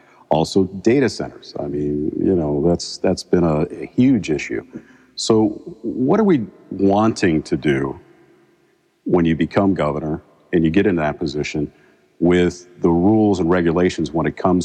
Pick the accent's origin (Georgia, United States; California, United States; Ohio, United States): Ohio, United States; Cleveland; I can remember growing up in Cleveland in the 60s where we still had Victory Farms